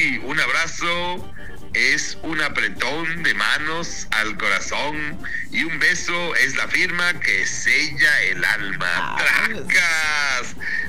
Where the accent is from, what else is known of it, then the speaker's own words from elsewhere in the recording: Mexico; en México, pues todavía no nos cae el 20